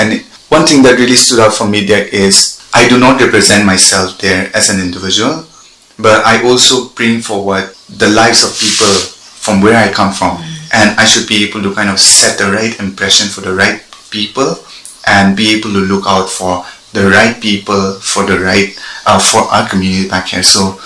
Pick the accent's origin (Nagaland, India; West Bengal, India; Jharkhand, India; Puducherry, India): Nagaland, India; Wokha district; also born or lived in Kohima; coming from a small community like us from the northeastern region of India, Nagaland, and then when you narrow it down to my perspective, I'm from Woka district.